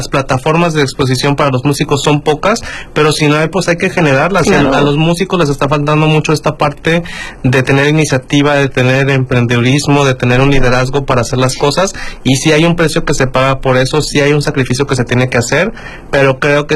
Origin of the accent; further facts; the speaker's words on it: La Paz, Baja California Sur, Mexico; moved away as an adult; also born or lived in Mexico City; Ambos somos de La Paz, California